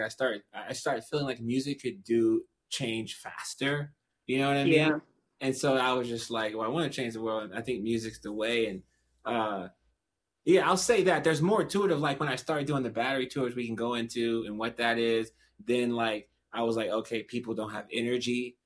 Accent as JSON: {"language": "English", "town": "Kansas City", "region": "Missouri", "country": "United States", "said": "I've been doing this as an African-American artist, independent artist. I come from Kansas City"}